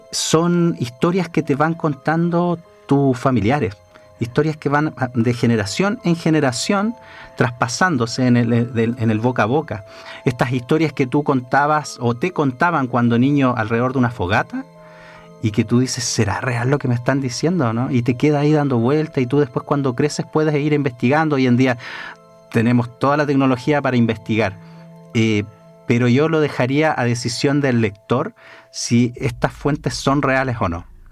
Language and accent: Spanish; Chillán, Ñuble, Chile; born there; Yo, que nací en Chillán